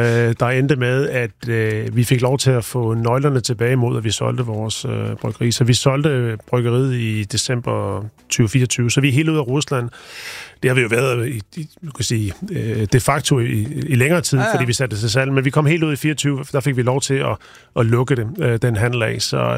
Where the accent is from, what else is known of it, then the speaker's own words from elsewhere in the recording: Odense, Region of Southern Denmark, Denmark; Jeg kommer ret nok fra Odense, ja.